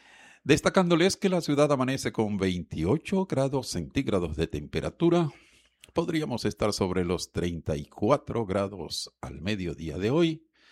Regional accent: Cartagena, Bolívar, Colombia; los cartageneros somos los perjudicados

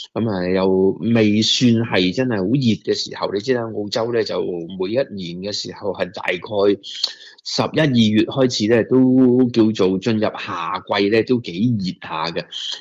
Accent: China; now in Australia; 睇下我哋中国人华夏历史啊周围嘅一啲唔同嘅历史文化嘅一啲景点啦

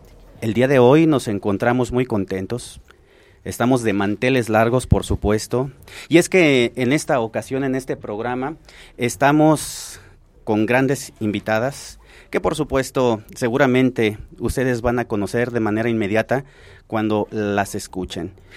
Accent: Mexico; qué orgullo como mexicanos de ver que personas como ustedes destaquen

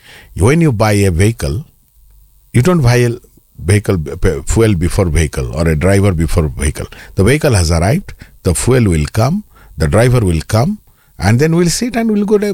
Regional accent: Kenya; born there; also born or lived in India; The mother who brought me, gave me birth is India, yes. But the mother who brought me up is Kenya.

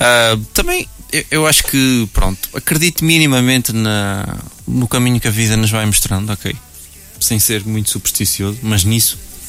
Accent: Cinfães, Norte, Portugal; moved away as an adult; also born or lived in Santarém; gosto muito da minha terra, pronto, acho que como quase todos nós, até porque vivo lá e acabei por voltar

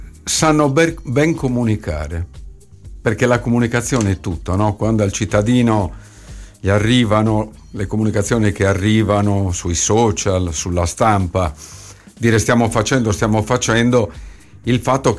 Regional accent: Orosei, Sardinia, Italy; Orosei, Bassa Baronia.

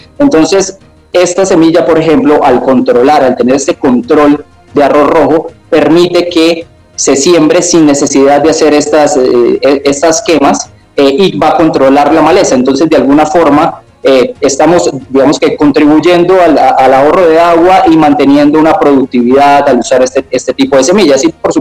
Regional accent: Bucaramanga, Santander, Colombia; En Bucaramanga, soy de Bucaramanga.

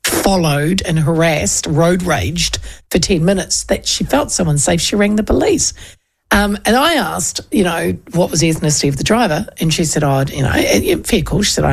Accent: Hastings, Hawke's Bay, New Zealand; now in Auckland, New Zealand; I was brought up in Hastings

